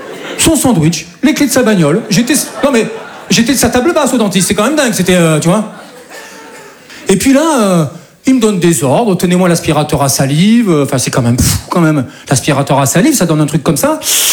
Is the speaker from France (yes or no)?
yes; south of France, France; now in Paris, France; Je dis ça parce que moi, je viens du sud de la France. Et chez nous, c'est un peu plus tranquille, quoi. Et voilà, je suis monté sur Paris, voilà, pour devenir comédien.